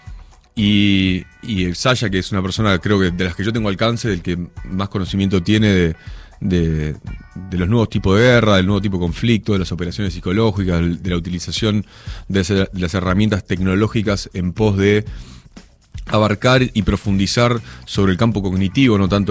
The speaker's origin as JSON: {"language": "Spanish", "country": "Argentina", "said": "soy argentino"}